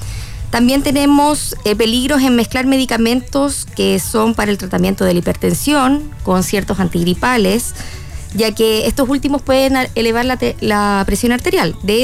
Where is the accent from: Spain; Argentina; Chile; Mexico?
Chile; nosotros como población chilena presentamos varias enfermedades de base